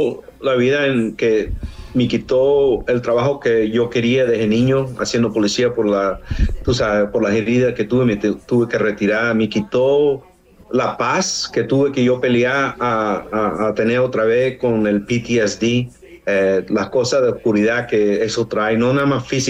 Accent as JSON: {"language": "Spanish", "town": "Barranquilla", "region": "Atlántico", "country": "Colombia", "moved": "yes", "lives_now": "United States", "said": "que gente aquí saben que yo soy inmigrante de Colombia y hago lo mejor que yo puedo porque mis padres me enseñaron que vamos a venir a los Estados Unidos, pero también nunca se le olvidará de dónde viniste, que eres barranquillero."}